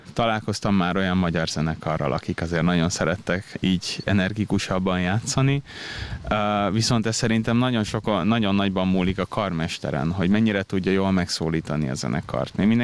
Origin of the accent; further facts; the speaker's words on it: Sopron, Győr-Moson-Sopron, Hungary; also born or lived in Budapest / Páty / Milan; now in Vienna, Austria; Én Budapesten születtem, és onnan igazából félig Pátyon, félig pedig Bécsben éltünk, majd a családom végül Sopronban telepedett le. Ott is nőttem föl.